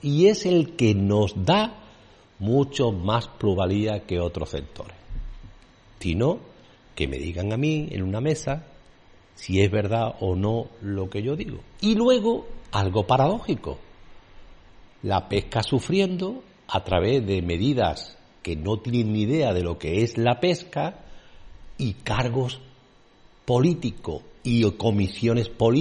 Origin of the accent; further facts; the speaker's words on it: Sanlúcar de Barrameda, Andalusia, Spain; Soy hijo de marinero, me crié en Bajo de Guía